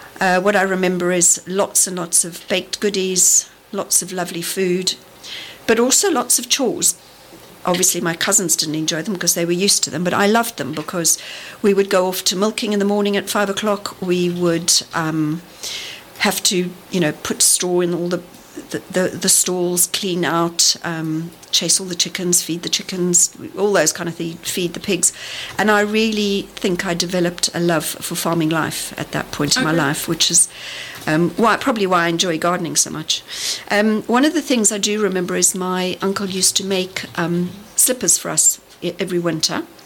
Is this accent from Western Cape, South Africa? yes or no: no; East London, Eastern Cape, South Africa; my brother, who was 10 years older than me, left East London, where I was living, to go move to Cape Town.